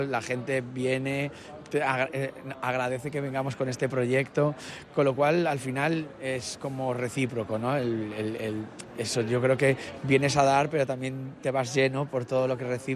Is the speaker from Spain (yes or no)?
yes; Madrid, Community of Madrid, Spain; Soy de Madrid.